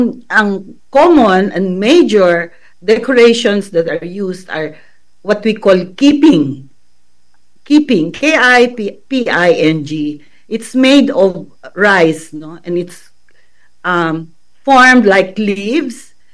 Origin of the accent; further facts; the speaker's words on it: Lucban, Calabarzon, Philippines; kaming mga tubong Lukban